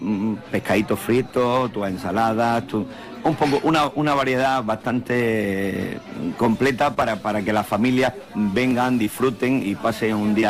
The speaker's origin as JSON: {"language": "Spanish", "town": "Salobreña", "region": "Andalusia", "country": "Spain", "said": "yo, como mi pueblo que es, soy un apasionado y para mí es el pueblo más bonito de España, ¿no? De Europa"}